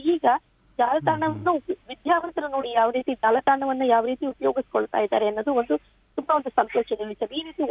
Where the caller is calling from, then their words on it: Karnataka, India; ನಮ್ಮ ಊರಲ್ಲಿ ನಾನು ಹಿಂಗೆ ಹಿಂದೆನೂ ಹೇಳಿದ್ದೆ ಸರ್, ಸಿದ್ದರಬೆಟ್ಟ